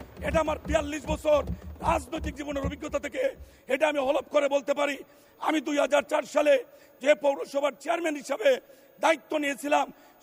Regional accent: Habiganj, Sylhet Division, Bangladesh

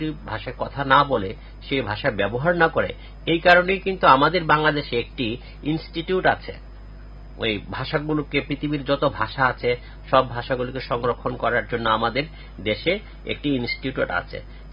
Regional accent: Bangladesh; first language Bengali

